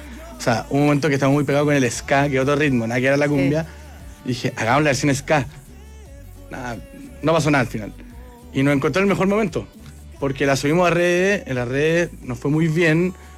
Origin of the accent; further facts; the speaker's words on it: Viña del Mar, Valparaíso, Chile; somos de Viña.